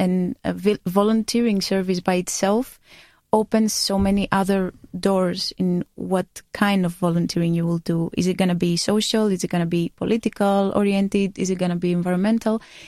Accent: Greece; moved away; I'm from Greece.

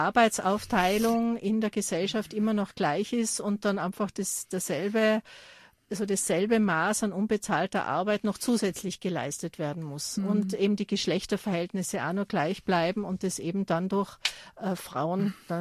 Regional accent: Tyrol, Austria; also born or lived in Germany; weil ich bin ja auch Migrantin. Ich bin in Deutschland geboren, mhm, und dann als Kind nach Tirol gekommen.

